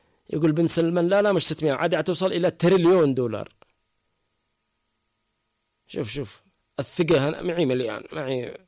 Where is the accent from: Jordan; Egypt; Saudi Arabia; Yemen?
Yemen; عندنا في اليمن